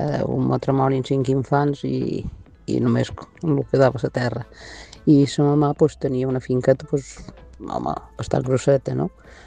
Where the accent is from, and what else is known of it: Formentera, Balearic Islands, Spain